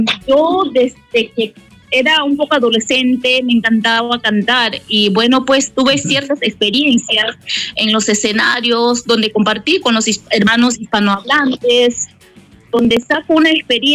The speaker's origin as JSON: {"language": "Spanish", "region": "Awajún area", "country": "Peru", "second_language": "Spanish"}